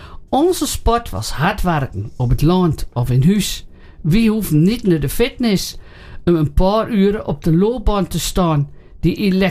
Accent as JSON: {"language": "Dutch", "town": "Oldebroek", "region": "Gelderland", "country": "Netherlands", "said": "Want dan kom je langs dat industrieterrein bij ons in het Oostenarp."}